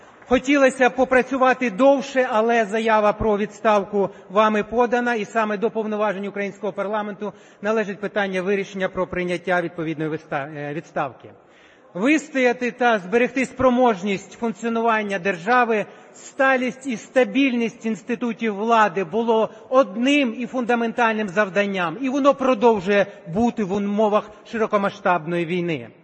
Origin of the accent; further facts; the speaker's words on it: Kharkiv, Kharkiv Oblast, Ukraine; у тому числі в моєму рідному Харкові